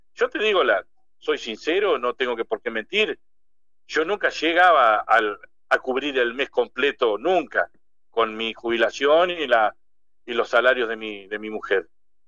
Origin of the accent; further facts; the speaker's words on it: Argentina; somos más argentinos o ciudadanos argentinos